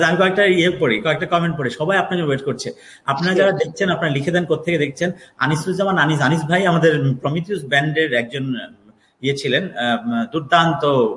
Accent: Narsingdi, Dhaka Division, Bangladesh; নরসিংদী আমার দেশের বাড়ি গ্রামের বাড়ি।

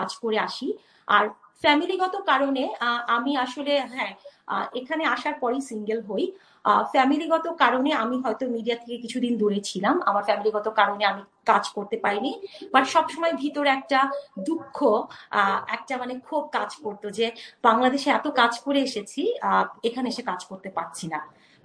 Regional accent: Bangladesh; এক হচ্ছে যে আমরা বাংলাদেশি, হ্যাঁ, so we came from like you know একটা ভ্যালুস থেকে, হ্যাঁ, একটা কালচার থেকে। তুমি যদি আমাকে বলো অ্যাজ এ বাংলাদেশি হিসেবে

